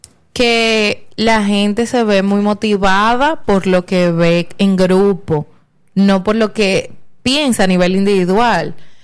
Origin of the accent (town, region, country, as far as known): Dominican Republic